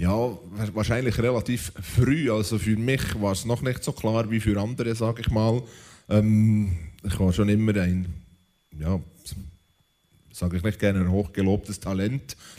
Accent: Bern, Switzerland; Und da gab es wirklich bei uns in der Schweiz, also im Seeland, wo ich herkomme, in keinem Schuhgeschäft Fußballschuhe in Größe 49.

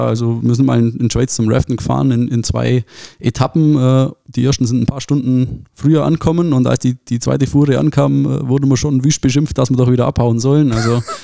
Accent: Memmingen, Bavaria, Germany; now in Baden-Württemberg, Germany; Ja, ich bin gebürtig aus Bayern, also Memmingen geboren. Von dem her, ich bezeichne mich immer so ein bisschen als Exil-Württemberger. Ja. Wohne auch direkt an der Grenze. Also ich sehe den Grenzstein nach Bayern rüber.

